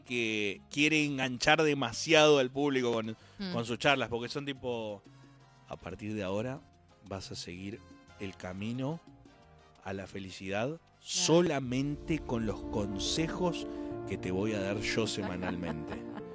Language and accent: Spanish; Buenos Aires, Argentina; yo soy un porteño de carajo.